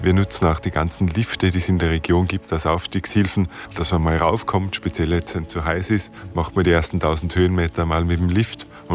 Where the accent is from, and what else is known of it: Oberndorf, Tyrol, Austria; born or raised there